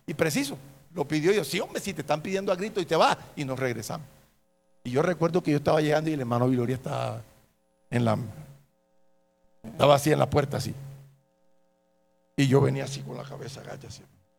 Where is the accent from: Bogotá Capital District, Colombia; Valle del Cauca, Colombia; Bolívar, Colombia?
Bolívar, Colombia; Cartagena; born there; moved away; Me fui para mi tierra, me fui para Cartagena.